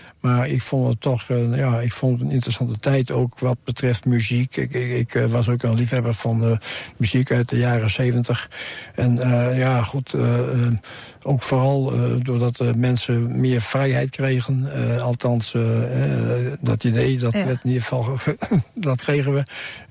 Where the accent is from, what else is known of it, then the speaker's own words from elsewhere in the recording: Friesland, Netherlands; we zitten in Friesland en ze zeggen ook wel bij ons in Friesland, de tijd houdt geen schoft.